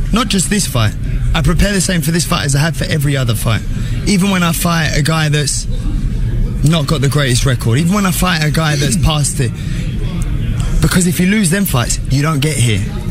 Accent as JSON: {"language": "Spanish", "country": "Mexico", "said": "No, pero yo soy más mexicano que él."}